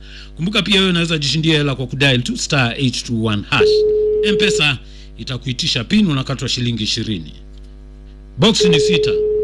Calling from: Busia County, Kenya; kutoka Teso.

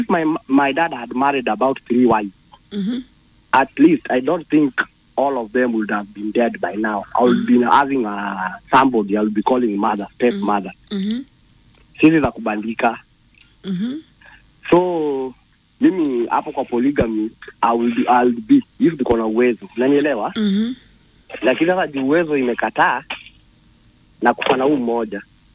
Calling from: Voi, Taita-Taveta County, Kenya; Toka Voi.

